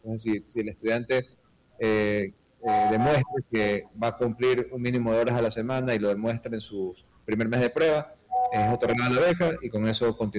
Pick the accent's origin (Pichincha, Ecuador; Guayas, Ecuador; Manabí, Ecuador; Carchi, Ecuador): Guayas, Ecuador; Guayaquil; No, no, yo soy de Guayaquil, sí.